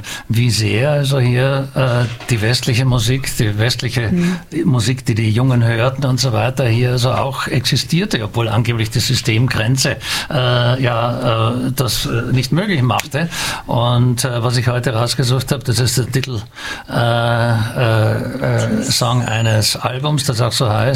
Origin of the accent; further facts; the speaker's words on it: Graz, Styria, Austria; ich bin aus Graz ursprünglich und ich habe sehr früh begonnen mit meiner Großmutter nach Ungarn zu fahren